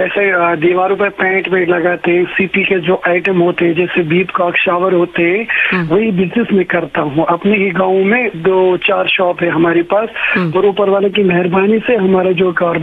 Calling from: Jammu and Kashmir, India

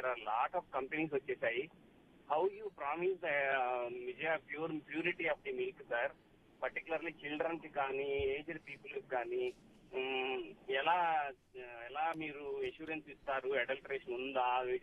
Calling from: Secunderabad, Telangana, India; I'm calling from Secunderabad.

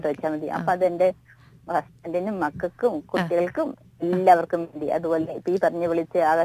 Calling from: Rajakkad, Kerala, India; ഞങ്ങൾ രണ്ടുപേരും രാജാക്കാട്.

